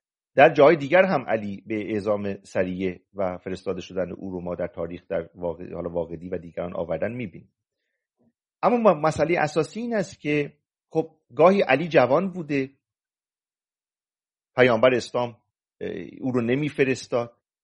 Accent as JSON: {"language": "Persian", "region": "Mazandaran", "country": "Iran"}